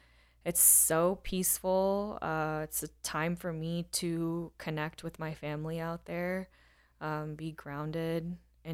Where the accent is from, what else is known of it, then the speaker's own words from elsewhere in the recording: Round Rock, Texas, United States; I grew up in Round Rock and went to school out there.